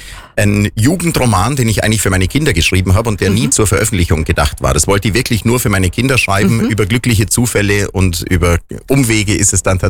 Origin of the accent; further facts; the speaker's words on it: Oberstaufen, Bavaria, Germany; Ich komme aus Oberstaufen, habe ich schon gesagt. Mhm. Und mein Elternhaus ist das, was heute das Hotel Bergkristall ist.